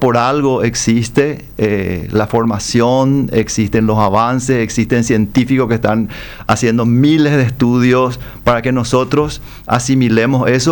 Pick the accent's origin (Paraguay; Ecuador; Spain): Paraguay; born there; also born or lived in Buenos Aires, Argentina; Nací en Paraguay y soy paraguayo orgulloso